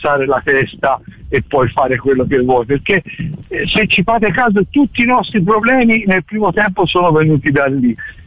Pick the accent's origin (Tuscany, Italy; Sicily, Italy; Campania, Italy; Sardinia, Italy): Tuscany, Italy; Fucecchio; Siccome io sono di Pucecchio